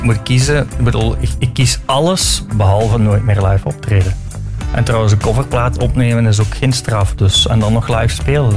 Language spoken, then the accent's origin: Dutch; Limmen, North Holland, Netherlands; ik ben van Limmer, ik weet hoe ik er rond moet lullen.